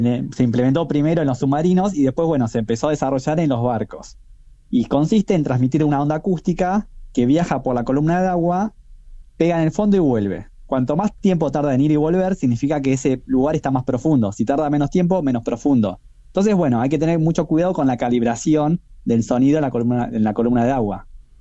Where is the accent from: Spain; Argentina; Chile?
Argentina; La Plata, Buenos Aires Province; yo soy platense, estudié en La Plata